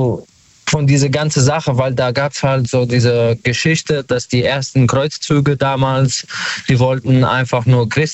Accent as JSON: {"language": "German", "town": "Wiesbaden", "region": "Hesse", "country": "Germany", "said": "Ich komme aus hier aus Wiesbaden."}